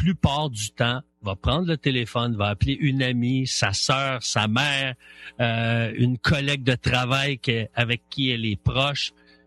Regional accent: Laval, Quebec, Canada; Moi, je savais pas, je viens de Laval.

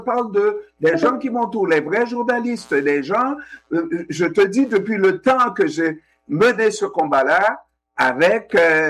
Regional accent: Haiti; Mais quand nous sommes à la radio, nous sommes des Haïtiens de surcroît, on se doit de donner cette mission-là

